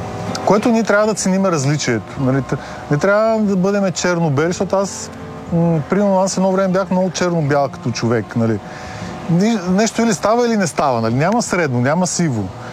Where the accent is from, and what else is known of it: Burgas, Burgas Province, Bulgaria; born there; also born or lived in Ruse; now in Sofia, Bulgaria